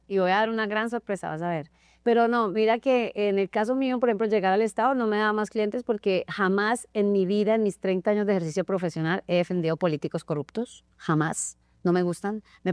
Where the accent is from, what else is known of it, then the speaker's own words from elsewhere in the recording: Valle del Cauca, Colombia; also born or lived in Santa Marta / Bogotá; Yo soy samaria, criada en el Valle del Cauca y registrada en Bogotá